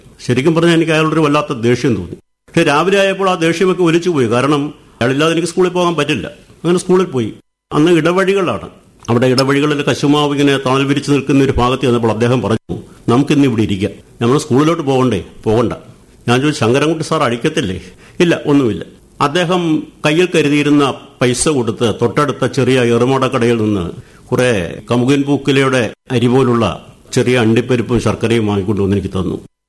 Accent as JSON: {"language": "Malayalam", "town": "Thodiyoor", "region": "Kerala", "country": "India", "tie": "born or raised there", "said": "കരുനാഗപ്പള്ളി താലൂക്കിലെ തൊടിയൂർ എന്ന ഗ്രാമത്തിലാണ് ഞാൻ ജനിച്ചത്. തികച്ചും ഗ്രാമ്യമായ അന്തരീക്ഷമുള്ള ഒരു ചുറ്റുപാടിലാണ് അന്ന് ജനിച്ചത്. ഇന്നത് ഒരു പട്ടണത്തിന്റെ പകിട്ടുമൊക്കെ വന്നിരിക്കുകയാണ്. അതായത് കരുനാഗപ്പള്ളി മുനിസിപ്പാലിറ്റിയോട് ചേർന്ന് കിടക്കുന്ന പ്രദേശം"}